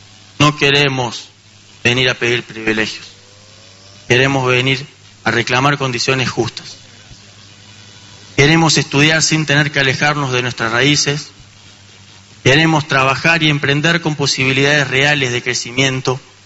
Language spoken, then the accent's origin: Spanish; Uruguay; Los jóvenes rurales no somos un adorno de discurso agropecuario ni una promesa del mañana. Somos parte efectiva del Uruguay de hoy.